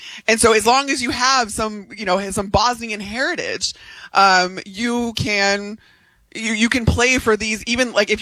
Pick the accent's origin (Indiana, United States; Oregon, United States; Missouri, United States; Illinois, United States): Illinois, United States; Chicago; born or raised there; also born or lived in New Orleans, Louisiana / Florida